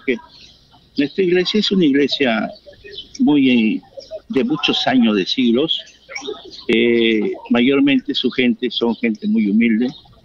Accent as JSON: {"language": "Spanish", "country": "Peru", "moved": "yes", "lives_now": "Barcelona, Spain", "said": "soy peruano, ¿no? Llevo 26 años acá en Barcelona"}